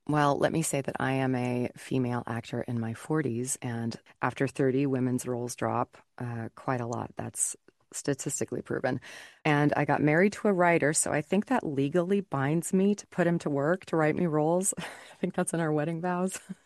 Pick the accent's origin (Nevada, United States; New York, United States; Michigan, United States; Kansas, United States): Kansas, United States; And when I say, you know, I'm from Kansas, they're like, oh, Dorothy.